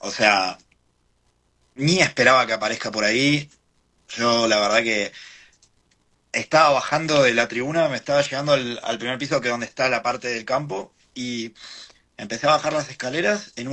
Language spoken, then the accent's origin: Spanish; Lomas de Zamora, Buenos Aires Province, Argentina; moved away as an adult; now in Park City, United States; Soy argentino, soy de Buenos Aires, nací y viví casi toda mi vida en Lomas de Zamora. Uh-huh. En dos semanas van a ser 4 años que estoy viviendo acá, siempre viví en Utah.